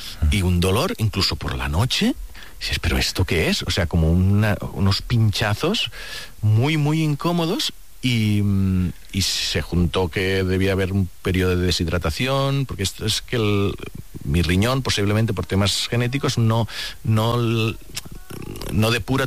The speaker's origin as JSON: {"language": "Spanish", "region": "Catalonia", "country": "Spain"}